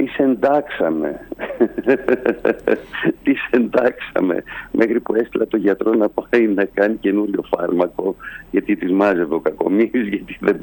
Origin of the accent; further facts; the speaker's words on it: Greece; Εμείς ως Έλληνες